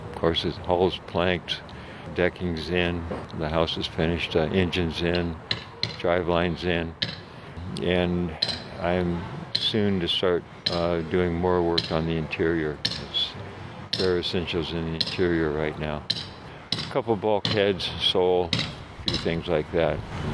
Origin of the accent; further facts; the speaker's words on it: Bellingham, Washington, United States; also born or lived in Port Townsend / Skagit County / Guemes Island; I moved up into Skagit County, back closer to, I grew up in Bellingham, I moved back closer there.